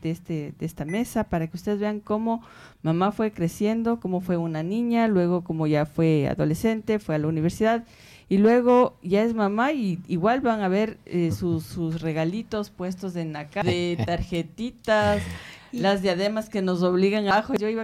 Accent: Ecuador; eso es lo que nos llena como ecuatorianos, que nos distingue de la mayoría de la población, el mantener, aunque sea en la distancia, a la familia unida.

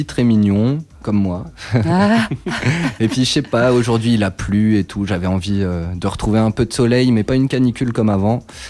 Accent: France; now in Belgium; c'est moi le français dans le groupe, mais ça fait 11 ans que je m'intègre

